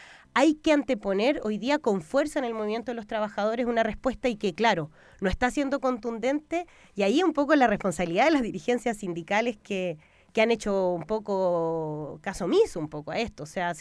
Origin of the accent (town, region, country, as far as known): Chile